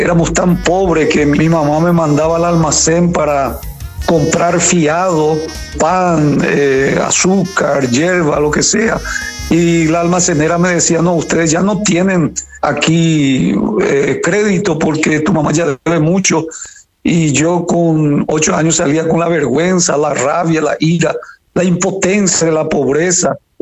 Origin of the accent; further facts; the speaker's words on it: Asunción, Paraguay; now in Brazil; Yo soy asunceno, nací en Asunción del Paraguay. Vengo de una familia disfuncional